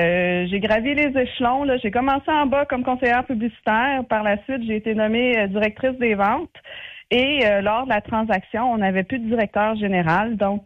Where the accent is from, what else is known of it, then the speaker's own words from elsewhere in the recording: Montreal, Quebec, Canada; Donc, je viens du Grand Montréal.